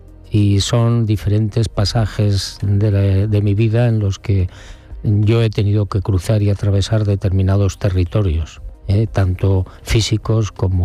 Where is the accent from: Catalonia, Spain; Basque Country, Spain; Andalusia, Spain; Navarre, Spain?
Navarre, Spain; Pamplona; born there; Hombre, pues yo nací por accidente militar en Pamplona, pero toda mi familia es de Barbate y de Vejer de la Frontera.